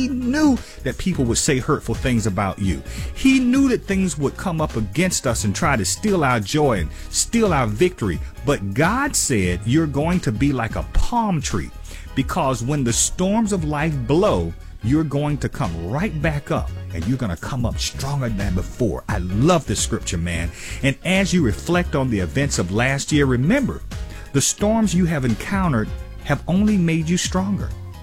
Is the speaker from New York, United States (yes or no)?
no; Florida, United States; You know, I grew up in Florida, and there's palm trees all over the place.